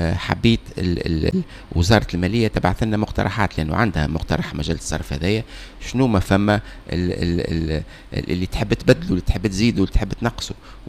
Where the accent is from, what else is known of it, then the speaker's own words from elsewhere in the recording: Tunisia; بلادي تونس